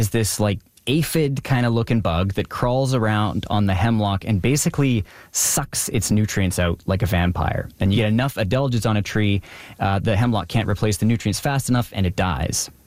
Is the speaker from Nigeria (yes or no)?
no; Prince George, British Columbia, Canada; my hometown of Prince George